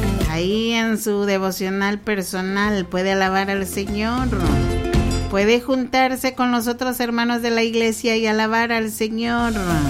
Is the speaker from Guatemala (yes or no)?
yes; Poptún, Petén, Guatemala; Somos de aquí de Poptunpetén, hermano, Guatemala. Desde aquí, desde la cuna de los mayas. Aquí estamos transmitiéndole a usted.